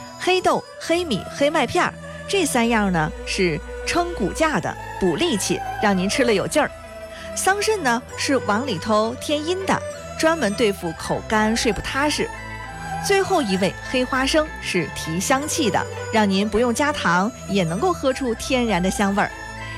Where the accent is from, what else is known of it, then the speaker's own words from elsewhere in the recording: Henan, China; 这就是咱河南人的实在呀